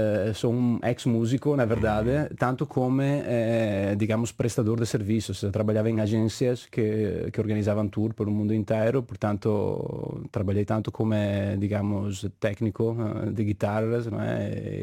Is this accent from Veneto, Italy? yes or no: yes; Treviso, Veneto, Italy; moved away; Sim, eu mudei-me para cá em 2009. Na verdade, sou originário da Itália, de uma cidade chamada Treviso. Uma pequena cidade a 20 minutos de Veneza, basicamente muitas vezes até confundida com Veneza